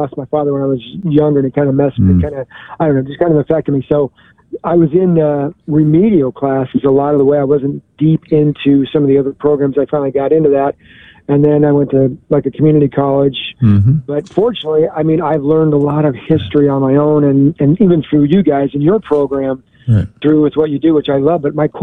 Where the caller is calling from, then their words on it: Bountiful, Utah, United States; was born in 69, kind of grew up through the era of the 60s, 70s type thing, whatever, I guess very late, but the beginning of that, I don't know, blessed in a lot of ways, I guess, just good people here in Utah